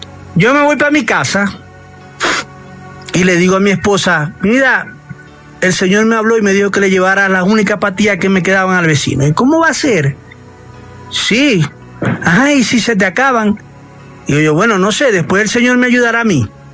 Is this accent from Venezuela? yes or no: yes; Maracaibo, Zulia, Venezuela; now in Soacha, Colombia; Hermano, estoy aquí en Ciudad Verde, en Soacha, pero soy de Maracaibo, Estado Zulia, Venezuela.